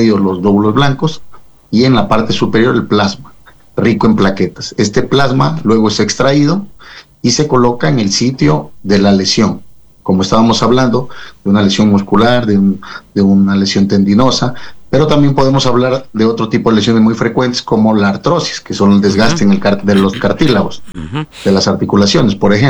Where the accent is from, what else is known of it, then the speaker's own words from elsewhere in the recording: Cuenca, Azuay, Ecuador; now in Yantzaza, Ecuador; soy de Cuenca, y estaré esta próxima semana del día lunes 14 al miércoles 16 en Yanzaza